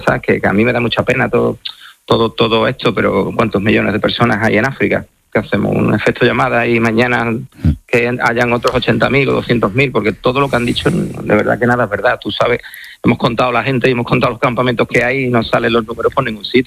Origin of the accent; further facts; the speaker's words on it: Spain; primero soy español